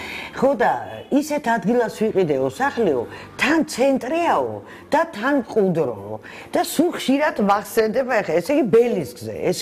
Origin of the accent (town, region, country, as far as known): Tbilisi, Georgia; born there